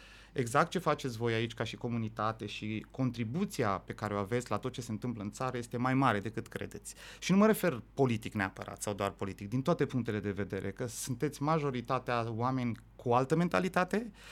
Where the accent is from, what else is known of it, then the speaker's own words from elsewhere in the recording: Romania; Eu care vin din România